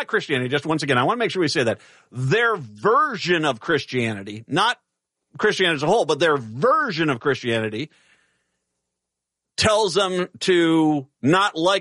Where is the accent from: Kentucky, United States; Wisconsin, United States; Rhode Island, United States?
Rhode Island, United States; Providence; born there; also born or lived in Minneapolis, Minnesota; now in Twin Cities, United States; I grew up I was born in Minneapolis, but lived most of my younger life in Providence, Rhode Island.